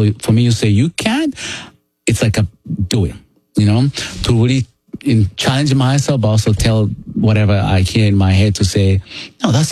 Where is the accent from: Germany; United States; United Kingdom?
United States; me as an American now